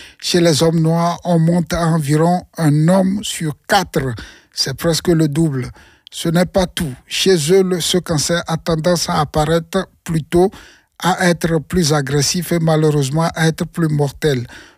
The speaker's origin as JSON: {"language": "French", "country": "Belgium", "said": "Chez nous, en Belgique, c'est plusieurs milliers de nouveaux cas chaque année"}